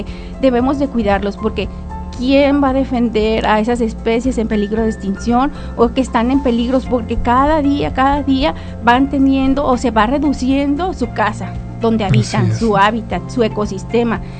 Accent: San José de Costilla, Jalisco, Mexico; now in Tepic, Mexico; Soy de San José de Costilla, municipio de Jalisco, y también mi familia es de por allá, de por el Cuarenteño.

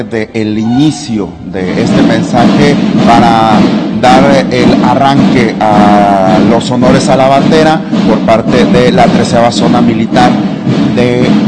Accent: Mexico

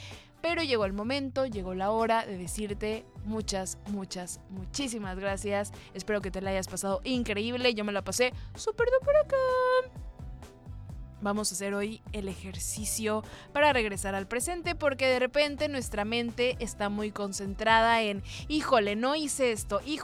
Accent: Mexico; Soy una mexicana antigua.

